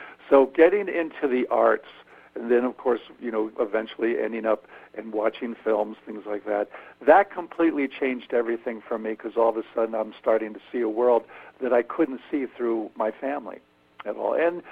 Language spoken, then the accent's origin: English; Kingston, New York, United States; we grew up in Kingston, New York, and this was a very middle-class town that had, you know, strong Catholic population, and there were Irish, and there were Italians, and there were African Americans